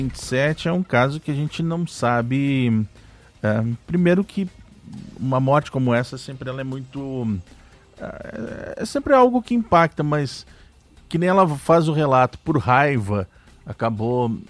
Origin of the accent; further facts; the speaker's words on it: Rio Grande do Sul, Brazil; lá no meu estado, Cláudio, no Rio Grande do Sul